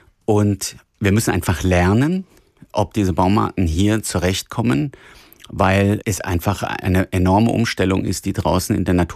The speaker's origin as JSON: {"language": "German", "region": "Hesse", "country": "Germany", "said": "Also ich komme selber aus dem Taunus"}